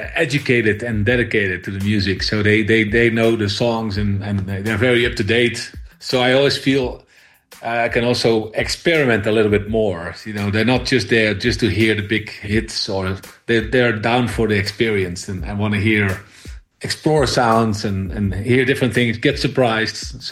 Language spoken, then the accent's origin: English; Netherlands; I'm from the Netherlands, so we have the similar climate.